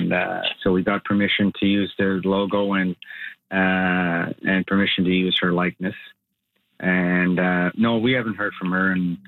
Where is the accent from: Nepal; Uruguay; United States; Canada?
Canada; Quebec City, Quebec; born or raised there